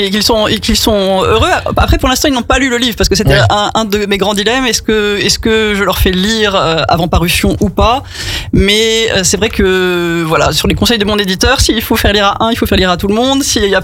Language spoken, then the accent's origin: French; Fontainebleau, Île-de-France, France; also born or lived in Paris; now in La Motte-Servolex, France; Je suis née à Paris, effectivement, mais très vite j'ai déménagé vers Fontainebleau avec ma famille et il se trouve que j'avais un beau château François 1er et une belle forêt à côté de moi.